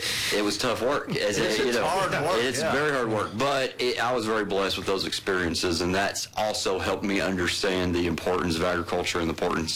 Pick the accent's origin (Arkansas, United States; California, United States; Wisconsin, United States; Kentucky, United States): Kentucky, United States; Rockcastle County; now in Garrard County, United States; I'm married into Garrett County, but I'm from Rockcastle.